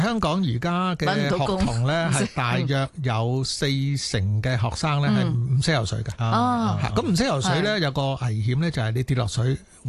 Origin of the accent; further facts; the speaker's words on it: China; 就系话佢哋我哋讲紧我哋中国人吓，我哋国民嗰个体质要求系点？